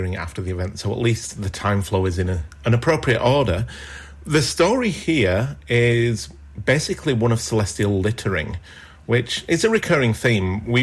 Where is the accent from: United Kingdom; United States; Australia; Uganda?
United Kingdom; Yorkshire and the Humber; It's just like growing up in Yorkshire again.